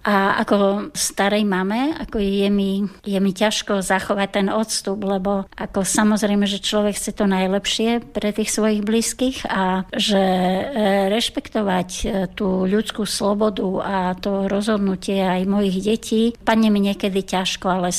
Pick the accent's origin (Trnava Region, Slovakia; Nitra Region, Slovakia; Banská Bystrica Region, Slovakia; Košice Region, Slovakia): Trnava Region, Slovakia; Trnava; Aj som vyrastala v Trnave